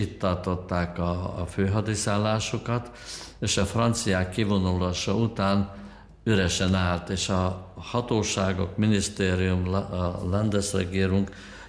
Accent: Budapest, Hungary; moved away as an adult; now in Austria

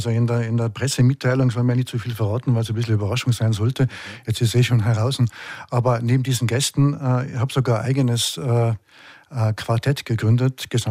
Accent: Tyrol, Austria; als Tiroler, die den Tiroler Schmäh in New Orleans ein bisschen mit einbringen

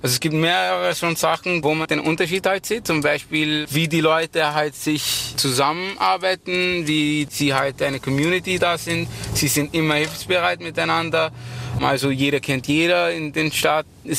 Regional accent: Sudan; Und das hat mich eigentlich ein bisschen erinnert an mein Heimatland, weil dort ist es auch so. Ich bin auch eine bestimmte Weile in Sudan aufgewachsen

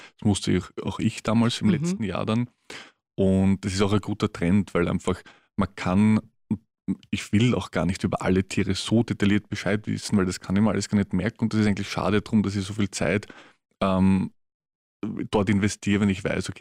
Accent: Loreto, Burgenland, Austria; also born or lived in Mödling / Gumpoldskirchen; Genau, also wir sind geboren eigentlich in Mödling, dann mit Umzug zuerst Kumpoldkirchen, dann nach, also das Haus steht irgendwo in Loreto, gehört aber eigentlich zu Leiterbodersdorf.

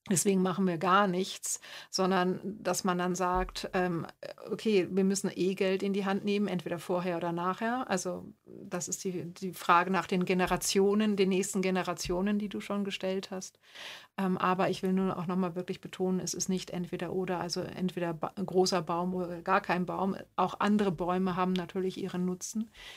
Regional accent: Germany; now in Austria; ich als Deutsche in Österreich kann nur wenig wählen.

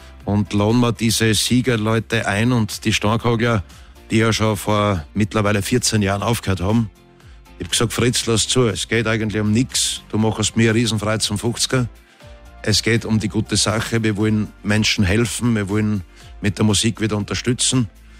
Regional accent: Birkfeld, Styria, Austria; Wir kommen aus Birkfeld in der Oststeiermark

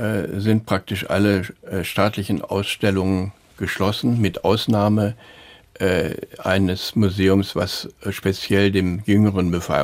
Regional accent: Germany; moved away; ich komme ja aus Deutschland

